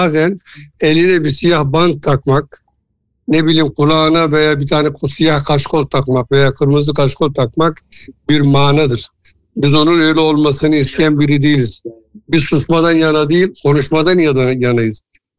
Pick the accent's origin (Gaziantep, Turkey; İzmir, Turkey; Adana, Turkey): Adana, Turkey; moved away as an adult; Ben şahsi bir Adanalı olarak şöyle söylüyorum.